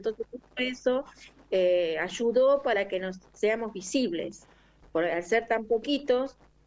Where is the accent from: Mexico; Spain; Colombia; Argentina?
Argentina; Buenos Aires; Nosotros somos de Buenos Aires y entonces veníamos con una fuerza diferente